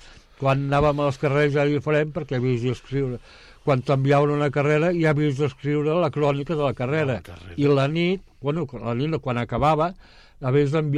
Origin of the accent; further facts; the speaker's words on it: Vilanova i la Geltrú, Catalonia, Spain; Vaig néixer a Vilanova perquè meu pare va anar a treballar a Pirelli, i per no anar i venir cada dia, doncs va decidir agafar llogar un pis a Vilanova, i llavors allà vaig néixer, allà em vaig criar